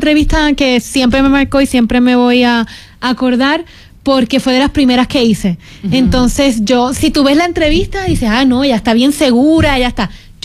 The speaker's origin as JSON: {"language": "Spanish", "country": "Puerto Rico", "said": "Me gustaría trabajar también en mi país, en Puerto Rico."}